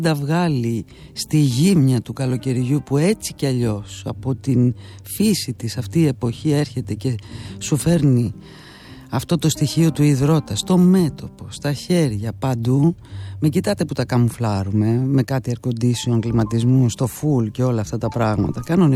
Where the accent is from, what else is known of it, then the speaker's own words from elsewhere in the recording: Piraeus, Attica, Greece; Το λέω ως Πειραιώτισσα, δικαιούμαι φαντάζομαι.